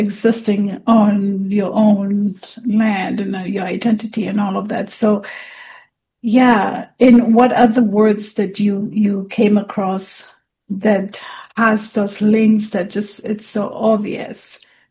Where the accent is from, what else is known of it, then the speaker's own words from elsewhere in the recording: Vanuatu; because obviously Pacific Islanders, land is very, very important to us. So when I introduce myself and I say I'm from Vanuatu